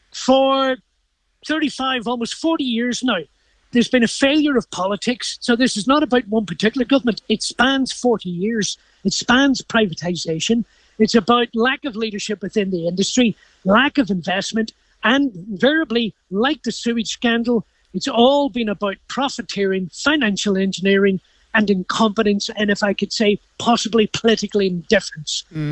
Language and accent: English; Ireland; However, just very, very quickly, as an Irishman, that's why I would watch the BBC cricket